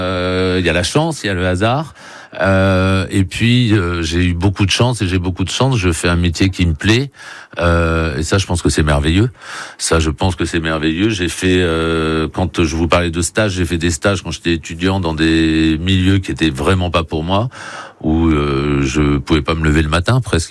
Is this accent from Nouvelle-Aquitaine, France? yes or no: yes; Biarritz, Nouvelle-Aquitaine, France; born there; also born or lived in Los Angeles; j'ai toujours gardé le même noyau d'amis que j'ai rencontré d'ailleurs au lycée, au collège à Biarritz, quand j'ai fait mes études ici.